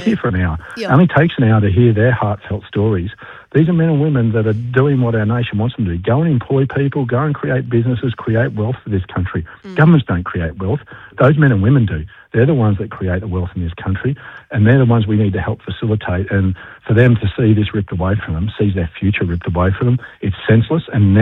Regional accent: Queensland, Australia; I mean, I'm from Western Queensland.

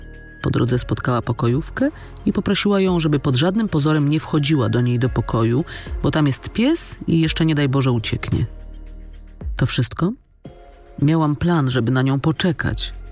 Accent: Lublin, Lublin Voivodeship, Poland; a że ja pochodzę z Lublina, moi rodzice tu mieszkają, mam znajomych, dobrze się tu czuję

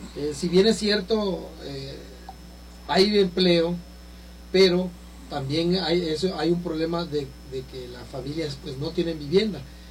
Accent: Tabasco, Mexico; moved away as an adult; now in Ciudad Juárez, Mexico; Muchos hermanos de Veracruz, de Oaxaca, de Chiapas, de Tabasco, de donde yo soy.

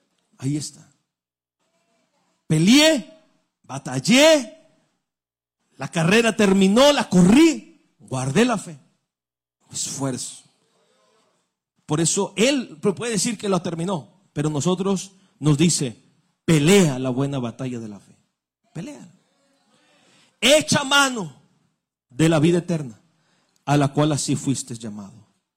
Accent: Apodaca, Nuevo León, Mexico; Somos de México. ¿Quién no conoce un rancho, hermano? Conocemos los ranchos. Si no, en Apodaca hay muchos ranchos. De allá vengo yo

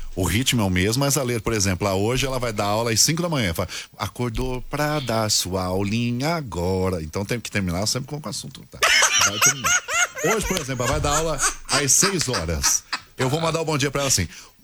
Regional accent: Lages, Santa Catarina, Brazil; Cara, eu sou de Santa Catarina.

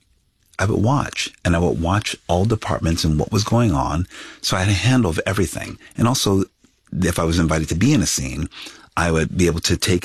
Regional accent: Philadelphia, Pennsylvania, United States; Inner city West Philadelphia, where, you know, a lot of blue collar folks. I was the first in my family to go to college.

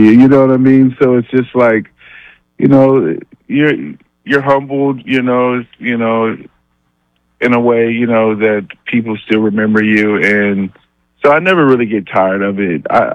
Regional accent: Boston, Massachusetts, United States; I'm a Boston fan. I'm from Boston. I'm from Dorchester.

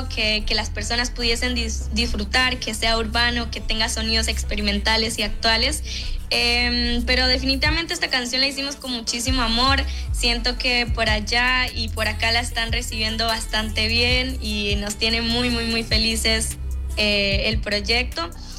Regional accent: Grecia, Alajuela, Costa Rica; now in United States; yo soy una artista de Grecia, soy de Alajuela.

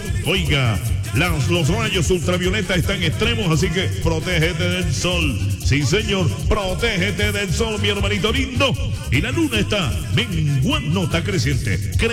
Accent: Cartagena, Bolívar, Colombia; Cartagena, buenos días heroica, buenos días mi ciudad amurallada

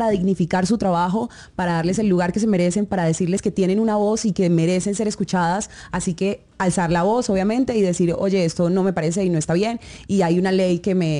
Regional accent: Bogotá, Bogotá Capital District, Colombia; Porque además yo soy Rola

